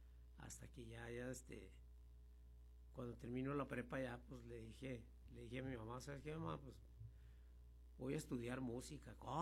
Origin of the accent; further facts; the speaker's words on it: Ciudad Juárez, Chihuahua, Mexico; also born or lived in El Paso, Texas, United States; Yo nací aquí. Uh-huh. Nací en el Paso, pues. Y pero crecí aquí, ahí en la gloriosa colonia Hidalgo